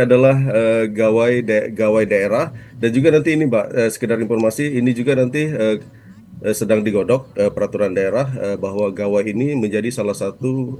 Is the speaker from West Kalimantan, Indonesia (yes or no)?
yes; Sintang, West Kalimantan, Indonesia; Saya kebetulan dari Sintang, istri saya orang Sanggau.